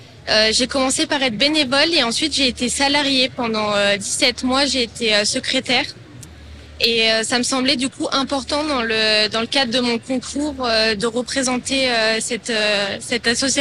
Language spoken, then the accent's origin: French; Albertville, Auvergne-Rhône-Alpes, France; j'ai 24 ans, je suis originaire d'Albertville.